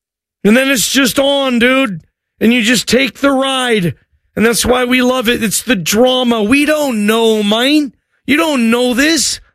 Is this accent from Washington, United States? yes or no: yes; Seattle, Washington, United States; I'm from Seattle, if you don't listen very often. I'm from that area. I actually grew up, my parents' house where I grew up is, like, I could walk to that facility you see